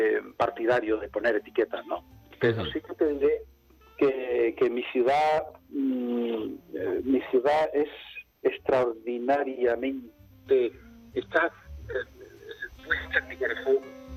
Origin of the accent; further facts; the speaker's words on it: Córdoba, Andalusia, Spain; now in Seville, Spain; Yo soy cordobés, como dice, me decimos en Córdoba, soy cordobés de la cabeza a los pies